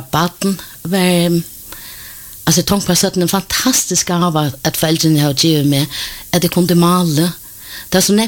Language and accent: Norwegian; Denmark; born there; Norwegian is a second language; Ja, jeg er født i Danmark.